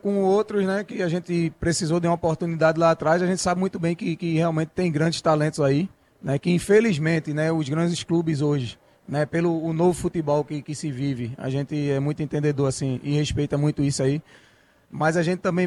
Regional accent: Pernambuco, Brazil; eu sou pernambucano

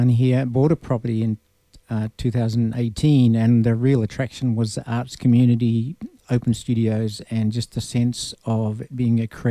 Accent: New Zealand; born there; moved away as an adult; also born or lived in Moscow; I was born in New Zealand.

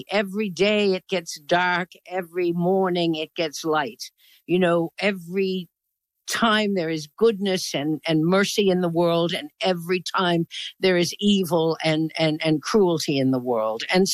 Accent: Newfoundland and Labrador, Canada

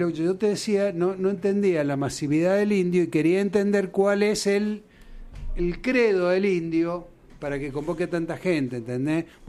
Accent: Argentina

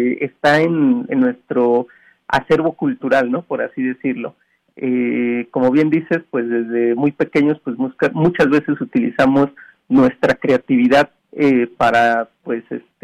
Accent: Mexico; nosotros como mexicanos

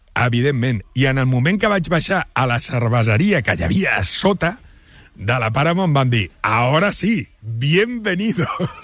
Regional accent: Catalonia, Spain; I jo pensava, és perquè sóc català.

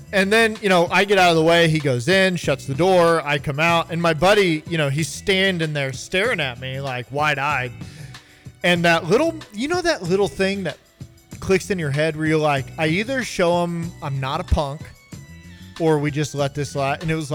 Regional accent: Champaign, Illinois, United States; I grew up on Mattis Avenue in Champaign.

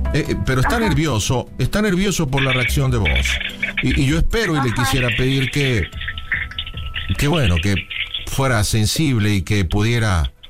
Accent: Argentina; soy argentino.

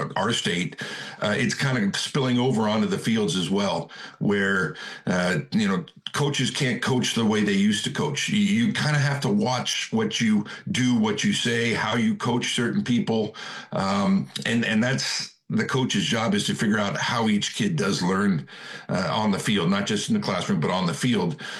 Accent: Cloverdale, California, United States; I was born and raised in Cloverdale, California, which is just it's in Northern California, a little north of Santa Rosa, small town.

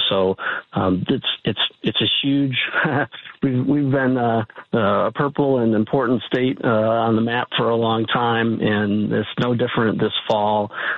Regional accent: Detroit, Michigan, United States; born there; now in Kalamazoo, United States; I was born in Detroit, Michigan, and Kalamazoo is where I live

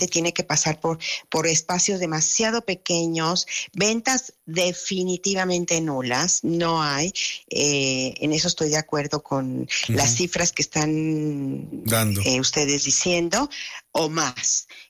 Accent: Mexico

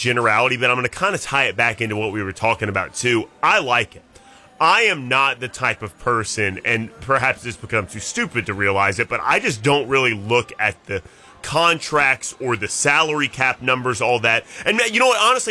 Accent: Memphis, Tennessee, United States; I'm from Memphis.

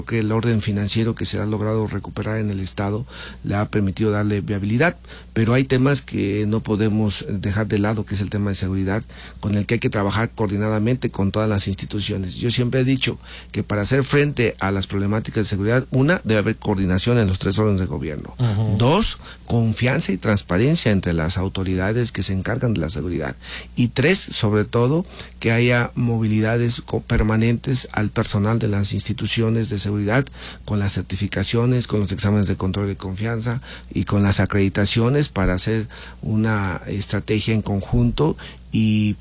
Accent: Paracho, Michoacán, Mexico; Yo soy originario de la meseta Purépecha.

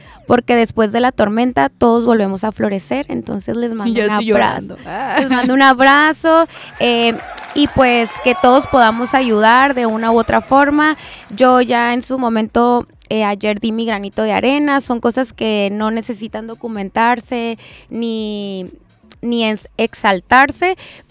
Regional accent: Baja California Sur, Mexico; moved away; Hay un pueblo pesquero muy cerca en Baja California Sur de donde yo soy que se llama La Poza Grande. Ese pueblo lo tuvieron que reubicar porque estábamos en un hoyo y tengo muchísima familia de ese pueblo.

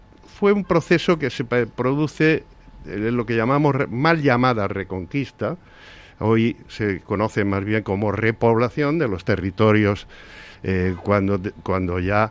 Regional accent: Madrid, Community of Madrid, Spain; now in Galapagar, Spain; Yo era madrileño, digo era, y como tal madrileño, pues uno se siente apátrida

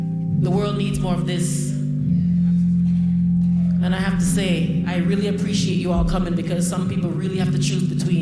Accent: Toronto, Ontario, Canada; And I'm from Jane and Finch.

